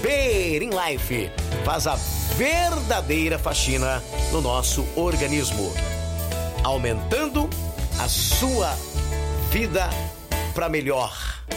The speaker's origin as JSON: {"language": "Portuguese", "town": "Descalvado", "region": "São Paulo", "country": "Brazil", "said": "Alô, alô, minha terra querida, amada, inesquecível, descalvado."}